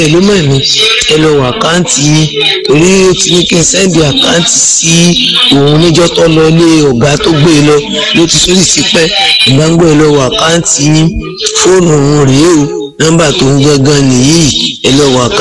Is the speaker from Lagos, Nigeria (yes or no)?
no; Ilorin, Kwara, Nigeria; Ọmọ Ìlọrin ni mí tí mo kéwu tí mo mọ̀ túmọ̀ rẹ̀.